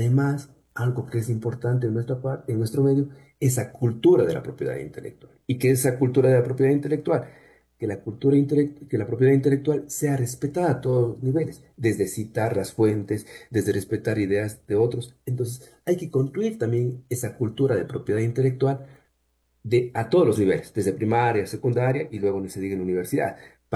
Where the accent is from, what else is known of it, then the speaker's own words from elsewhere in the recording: Cuenca, Azuay, Ecuador; estoy yo en este caso, y notarás por mi acento, desde Cuenca he podido trabajar con países de España, Colombia, Israel